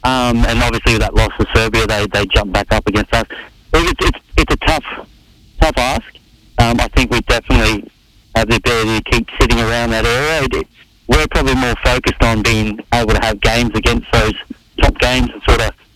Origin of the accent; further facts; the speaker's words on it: Mackay, Queensland, Australia; I'm a kid from Mackay, and all of a sudden I was playing in Madrid